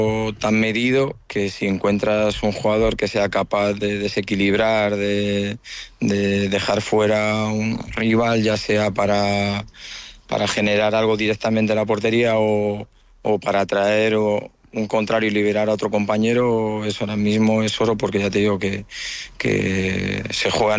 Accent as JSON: {"language": "Spanish", "town": "Santander", "region": "Cantabria", "country": "Spain"}